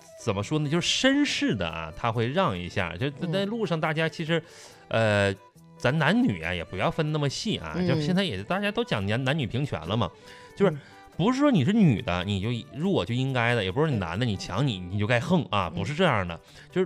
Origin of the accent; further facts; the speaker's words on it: Northeast China, China; accent: Northeastern Mandarin; 我们东北话